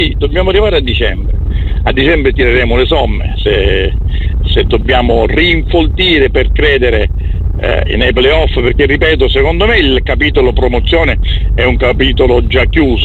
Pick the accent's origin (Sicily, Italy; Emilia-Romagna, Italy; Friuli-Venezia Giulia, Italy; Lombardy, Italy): Sicily, Italy; Catania; detto da catanese, detto da siciliano